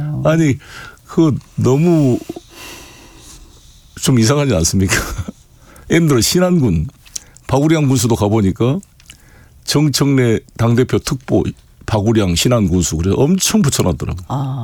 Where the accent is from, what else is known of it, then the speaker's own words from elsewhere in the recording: Honam, South Korea; moved away; 저도 호남 출신이지만